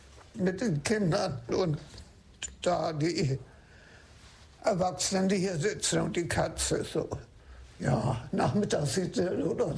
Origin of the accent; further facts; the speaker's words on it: Oldsum, Schleswig-Holstein, Germany; Ich bin hier in Oelzum auf Föhr geboren und bin hier im Johanniterhaus seit 2009.